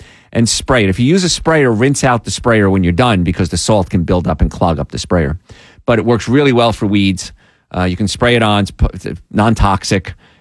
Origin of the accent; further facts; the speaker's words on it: Louisiana, United States; I grew up in Cancer Alley. Right. It was called Cancer Alley because so many people had cancer.